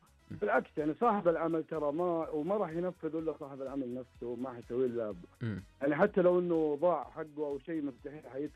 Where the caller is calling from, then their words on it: Yanbu, Medina Province, Saudi Arabia; من ينبع طال عمرك.